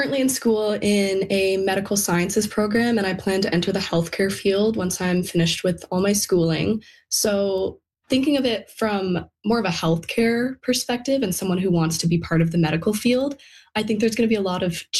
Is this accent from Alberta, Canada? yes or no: yes; Alberta, Canada; I am an Albertan, but on a greater scale, I am Canadian and I'm part of Canada. I was actually not born in Alberta. I moved here when I was young. So I have family all over Canada, east and west.